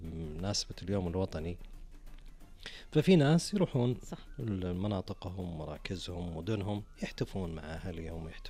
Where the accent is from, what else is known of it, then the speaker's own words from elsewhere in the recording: Saudi Arabia; أول شيء مسلمين وسعوديين